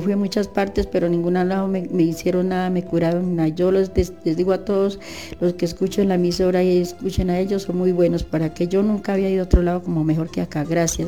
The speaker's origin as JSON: {"language": "Spanish", "town": "Tunja", "region": "Boyacá", "country": "Colombia", "said": "Me reservo el nombre por ahora, porque vengo de Tunja, de Tunja."}